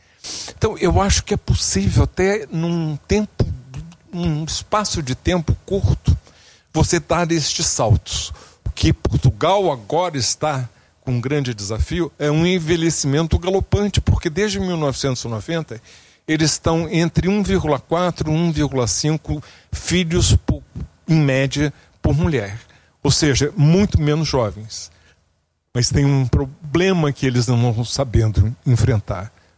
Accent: Rio de Janeiro, Brazil; born there; Fizemos um projeto piloto num bairro onde eu nasci, que é o mais envelhecido da América Latina, Copacabana.

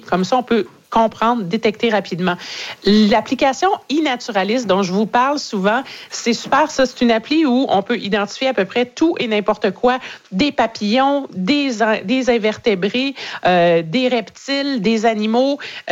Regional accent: Magdalen Islands, Quebec, Canada; chez nous, en Gaspésie, aux îles de la Madeleine

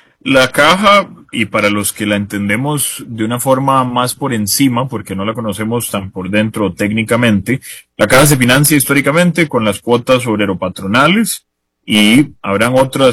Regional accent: Poás, Alajuela, Costa Rica; born there; moved away; also born or lived in San Pedro; Yo desde que nací en Poás, en Alajuela, cuando viví en San Pedro, cuando he estado en Guanacaste, en Limón, en Punta Arenas

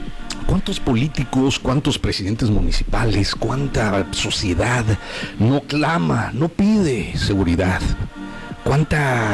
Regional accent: Mexico; somos mexicanos

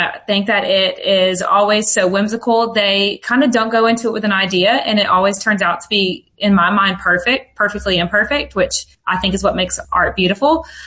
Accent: Dalton, Georgia, United States; when my mom had kids, we were raised in Dalton

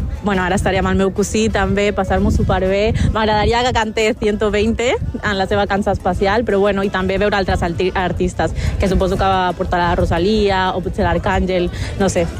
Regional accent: Barcelona, Catalonia, Spain; also born or lived in Colombia; jo sóc de Colòmbia, però he viscut tota la meva vida a Barcelona

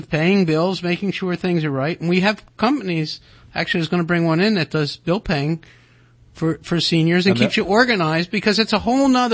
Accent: Baltimore, Maryland, United States; moved away; I grew up in Baltimore

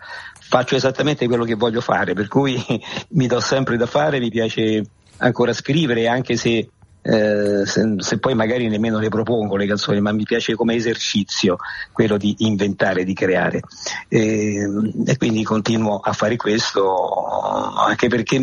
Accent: Rome, Lazio, Italy; sono romano.

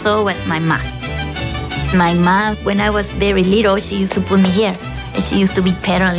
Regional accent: Mexico; Growing up in Mexico, it was a small t

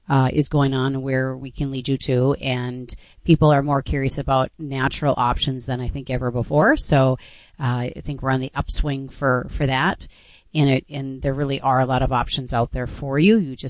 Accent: North Dakota, United States; I grew up in North Dakota where I don't ever remember any conversations around politics at all.

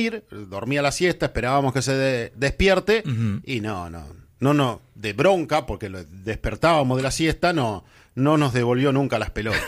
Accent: Hughes, Santa Fe, Argentina; Yo en mi pueblo, en Hugues.

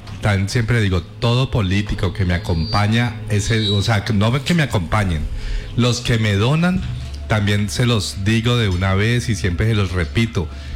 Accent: Valle del Cauca, Colombia; Y más yo que soy súper vallecaucano, que soy súper regionalista

